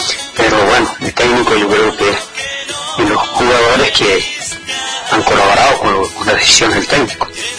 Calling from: Argentina; podríamos luchar para que nuestra Argentina salga adelante

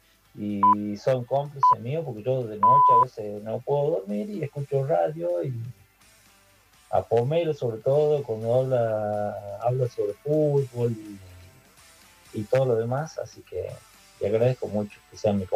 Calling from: Tucumán, Argentina; Acá, Tucumán, ha visto, como decimos nosotros acá, ha visto.

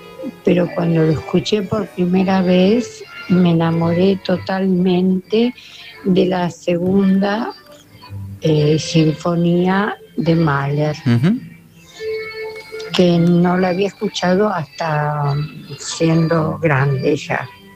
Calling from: Buenos Aires, Argentina; de Parque Chas.

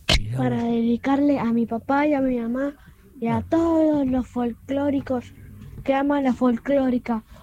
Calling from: Buenos Aires, Argentina; Vivo en Parque Patricios

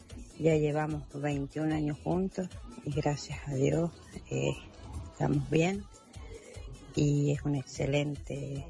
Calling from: Bellavista, Argentina; Nosotros somos de Bellavista.

